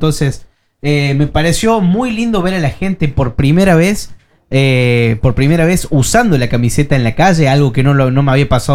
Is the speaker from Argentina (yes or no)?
yes; Argentina; moved away as an adult; now in Oslo, Norway; Yo como argentino